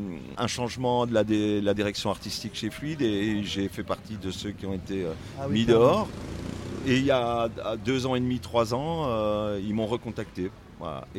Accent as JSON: {"language": "French", "country": "Belgium", "said": "Alors, je suis belge."}